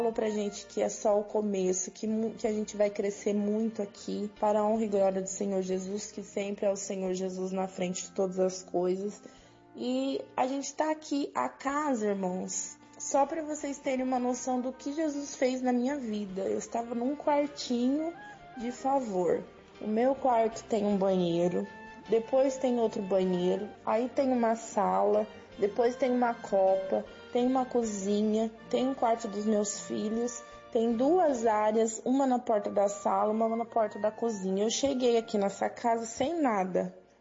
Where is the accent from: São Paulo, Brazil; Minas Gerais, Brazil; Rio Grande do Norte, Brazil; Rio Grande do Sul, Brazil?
São Paulo, Brazil; São João da Boa Vista; Sou daqui de São João da Boa Vista.